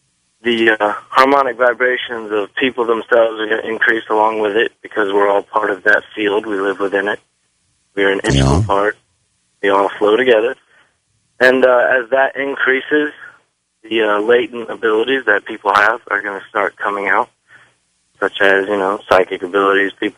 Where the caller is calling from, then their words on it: Gainesville, Florida, United States; from Gainesville, Florida.